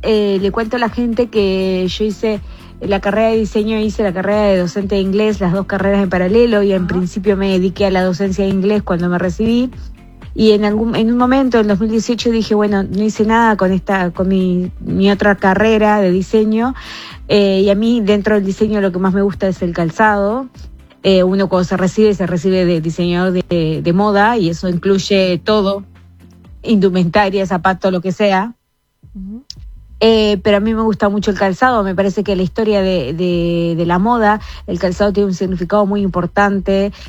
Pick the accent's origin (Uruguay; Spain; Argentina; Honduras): Uruguay; Cardona, Soriano; moved away as an adult; also born or lived in Nueva Helvecia; now in Playa Fomento, Uruguay; Soy de la Rañaga, que es un paraje rural, que está muy cerquita a Cardona, y bueno, yo fui a la escuela pública en Cardona, al liceo público de Cardona, así que bueno, de ahí es donde vengo.